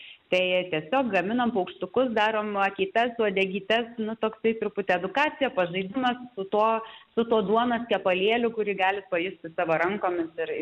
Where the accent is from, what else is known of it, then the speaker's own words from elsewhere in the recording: Šiauliai County, Lithuania; aš pati iš Šiaulių krašto